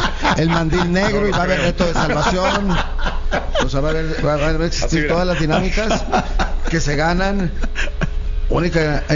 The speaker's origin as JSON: {"language": "Spanish", "country": "Mexico", "said": "como mexicanos, la gastronomía mexicana pues tiene un valor cultural"}